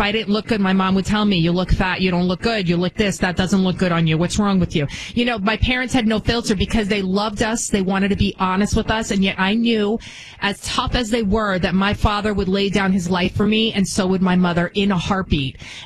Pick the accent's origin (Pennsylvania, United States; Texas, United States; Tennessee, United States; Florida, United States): Florida, United States; I'm from Florida.